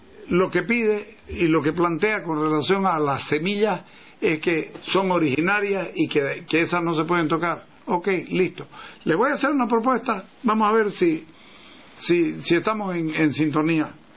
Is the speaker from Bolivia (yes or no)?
yes; Santa Cruz, Bolivia; Yo soy cruceño